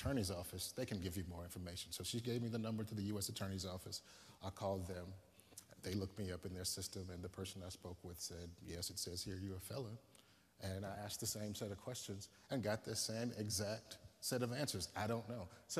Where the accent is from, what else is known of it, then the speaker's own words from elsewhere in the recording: Mississippi, United States; I mean, I thought it was bizarre, but I grew up black in Mississippi, and so you get used to the bizarre.